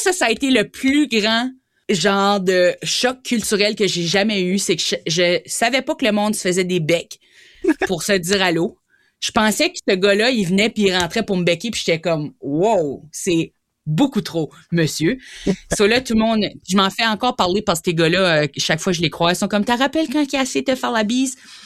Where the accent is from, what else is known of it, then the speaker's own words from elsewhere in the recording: Grand Falls, New Brunswick, Canada; moved away; also born or lived in Moncton; Moi, je viens de Grand-Sault, c'est juste à côté d'Edmundston.